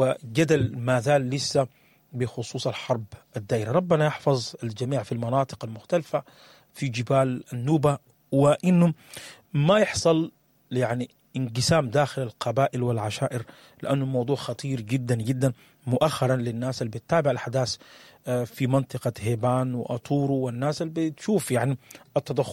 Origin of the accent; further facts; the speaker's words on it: Sudan; لأنه إحنا بنعرف كسودانيين شنو لما يخش الموضوع قبيلتي وقبيلتك وكلام كتير،